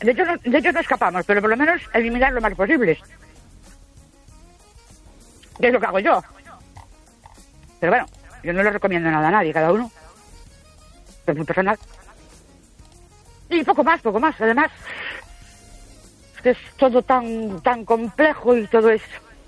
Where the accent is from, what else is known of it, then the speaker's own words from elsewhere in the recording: Ourense, Galicia, Spain; Buenas noches … de Orense.